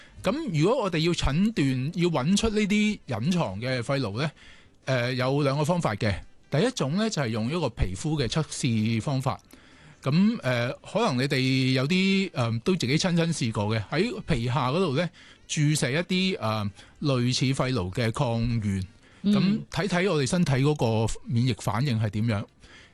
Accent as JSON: {"language": "Cantonese", "country": "Hong Kong", "said": "而我哋香港嘅居民七百万啦"}